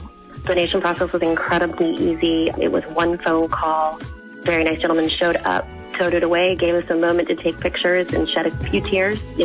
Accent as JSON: {"language": "English", "town": "Emerald Isle", "region": "North Carolina", "country": "United States", "said": "We are from Emerald Isle, North Carolina. We are a military family, retired military as of now."}